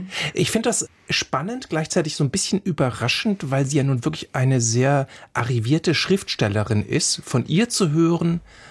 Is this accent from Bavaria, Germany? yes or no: yes; Bavaria, Germany; Ich komme ja persönlich aus Franken